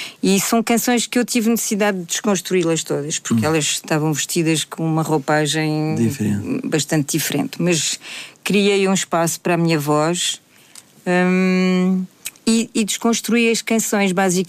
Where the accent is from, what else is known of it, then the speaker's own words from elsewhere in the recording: France; muitas pessoas me diziam: português é muito difícil de cantar. Logo eu, que vim de França, não é? E que de repente pego na língua portuguesa